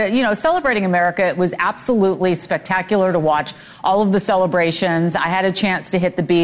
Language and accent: English; California, United States; now in Nassau County, United States; I'm from California.